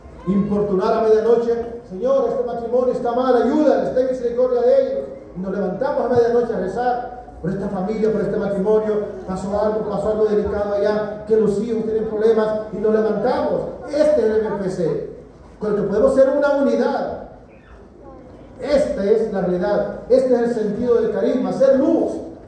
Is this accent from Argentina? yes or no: no; Ajuterique, Comayagua, Honduras; moved away; yo soy de Ajuterique.